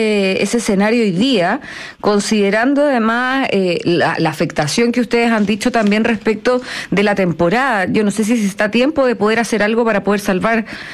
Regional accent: Santiago, Santiago Metropolitan Region, Chile; yo por lo menos que soy de Santiago

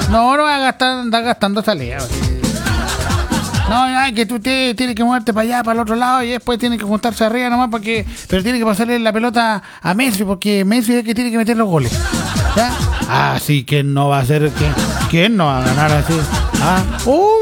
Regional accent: Chile; yo era autocrítico como chileno

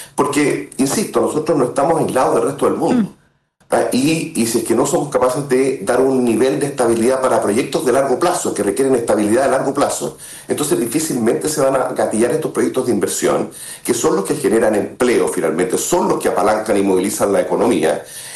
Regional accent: Chile

